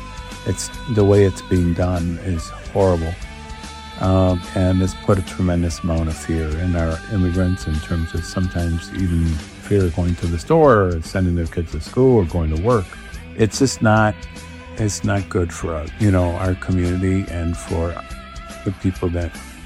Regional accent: Chicago, Illinois, United States; I grew up here in Pilsen, down the street, but I got many places since then.

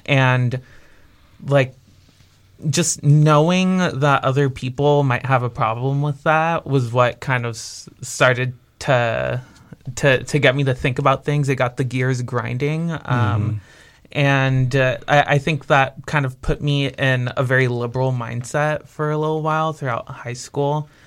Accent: South Bay, Los Angeles, California, United States; moved away as an adult; now in Chicago, United States; I'm from the South Bay.

